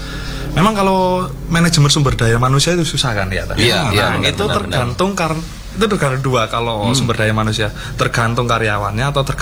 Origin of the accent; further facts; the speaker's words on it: Malang, East Java, Indonesia; also born or lived in Wonogiri; Tapi kalau dari kecil memang sekolahnya di Malang.